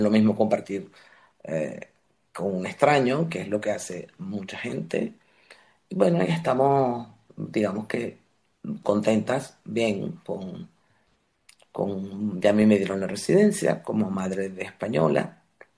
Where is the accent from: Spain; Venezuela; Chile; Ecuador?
Venezuela; moved away as an adult; yo, cuando me fui de Venezuela, no se me ocurrió que podía suceder que pudiera enseñar por mi edad.